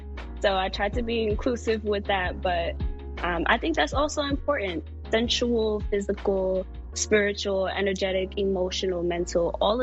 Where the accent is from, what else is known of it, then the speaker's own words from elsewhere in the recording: New York, United States; now in Atlanta, United States; Just growing up in the projects, just being a kid in that neighborhood, you see a lot. You're exposed to a different part of life. And I would say life in New York, it was